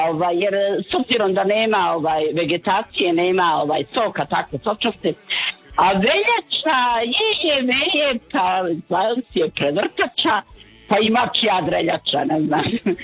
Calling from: Bosnia & Herzegovina; ja sam iz Bosne

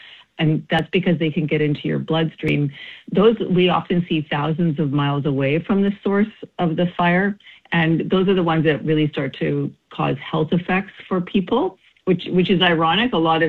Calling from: Vancouver, British Columbia, Canada; Here in Vancouver, I'm calling in from Vancouver, and I can definitely see the haze as well.

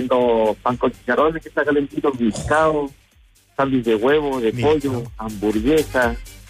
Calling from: Puerto Montt, Los Lagos, Chile; de Puerto Montt.

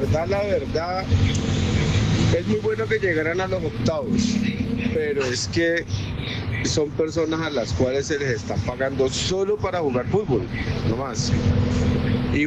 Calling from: Colombia; Somos colombianos

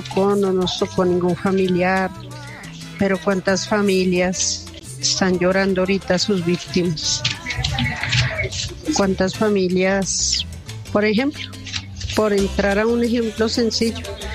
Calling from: Colombia; fue en nuestra tierra y fueron nuestros hermanos colombianos

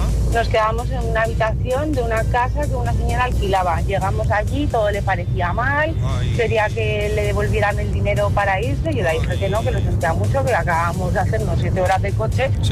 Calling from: Madrid, Community of Madrid, Spain; de Madrid.

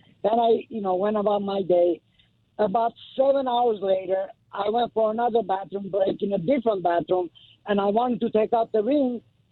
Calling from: Los Angeles, California, United States

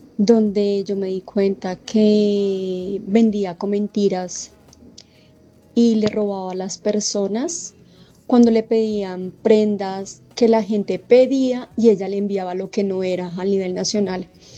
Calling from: Bogotá, Colombia; de Bogotá.

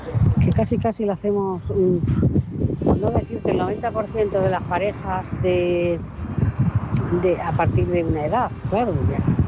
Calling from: Móstoles, Community of Madrid, Spain; Buenas noches, Maite. … de Móstoles.

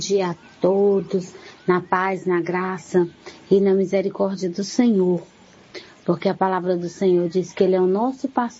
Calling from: Araguapaz, Goiás, Brazil; Eu moro em Araguapaz, Goiás.

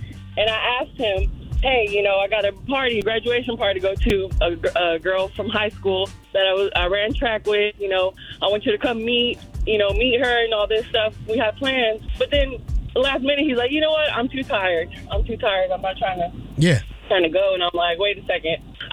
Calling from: Garland, Texas, United States; I'm calling from Garland, Texas.

